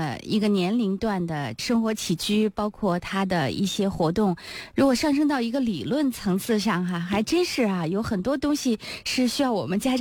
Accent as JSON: {"language": "Chinese", "country": "China", "said": "日本人跟我们中国人有点像着装上"}